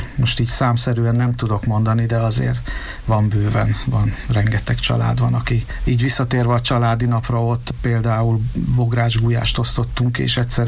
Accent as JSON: {"language": "Hungarian", "town": "Miskolc", "region": "Borsod-Abaúj-Zemplén", "country": "Hungary", "tie": "born or raised there", "said": "én az Avason nőttem fel, aztán már most 12 éve vagyunk együtt a feleségemmel, és akkor így ő általa kerültem én oda le erre a környékre."}